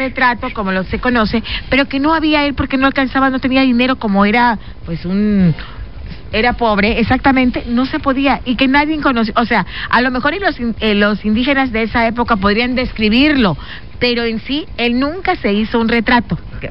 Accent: Oaxaca, Mexico; Venimos los dos de Oaxaca

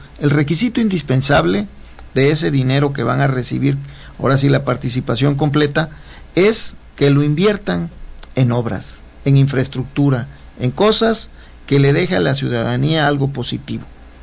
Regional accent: Coatzacoalcos, Veracruz, Mexico; el ayuntamiento de Coatzacoalcos, de donde yo soy nativo

